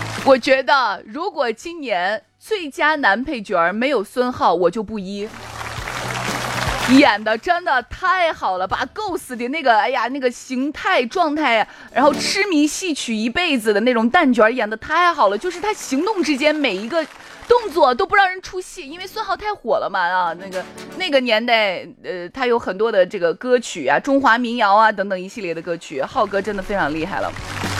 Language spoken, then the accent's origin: Chinese; Shaanxi, China; 我们陕西话里边有一些字音，有一些发音的方式